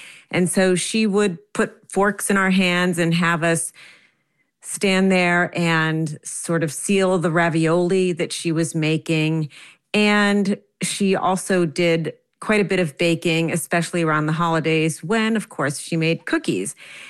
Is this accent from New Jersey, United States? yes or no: yes; New Jersey, United States; born or raised there